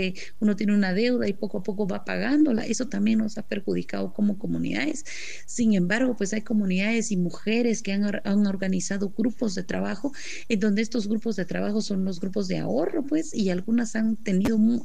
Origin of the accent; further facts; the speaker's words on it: Guatemala; para que nosotros como pueblos indígenas, para que nosotros como guatemaltecos no podamos avanzar